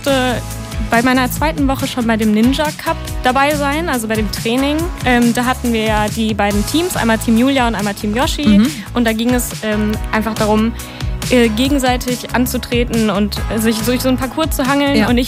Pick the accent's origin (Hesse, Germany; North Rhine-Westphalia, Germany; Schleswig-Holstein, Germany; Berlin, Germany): North Rhine-Westphalia, Germany; Essen; Also ich komme aus Kupferdreh, bin hier zwar nicht geboren, aber wohne hier gefühlt schon immer.